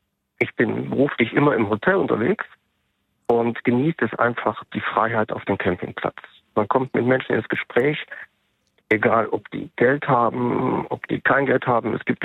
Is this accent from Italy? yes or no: no; Sweden; now in Germany; Ja, also ich bin in Schweden aufgewachsen, auf einer schönen Insel. Und bei uns in Schweden ist es einfach so, man hat am Wochenende ist man immer draußen.